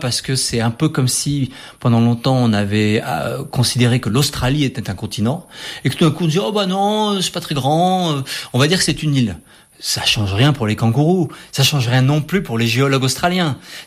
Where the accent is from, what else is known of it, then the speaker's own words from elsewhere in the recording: France; Mais c'était sympa en tant que Français de participer à cette mission.